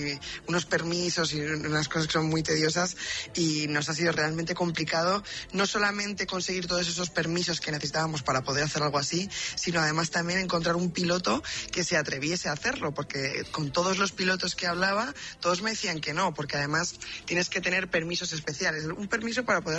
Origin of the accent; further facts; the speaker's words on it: Spain; y sobre todo, pues si somos españoles, todavía con más orgullo.